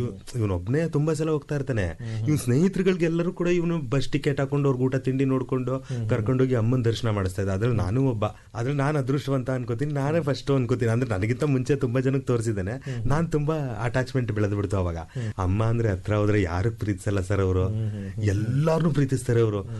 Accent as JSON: {"language": "Kannada", "region": "Karnataka", "country": "India"}